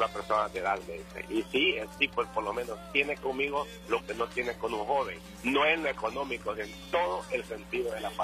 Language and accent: Spanish; El Salvador; No, soy salvadoreño.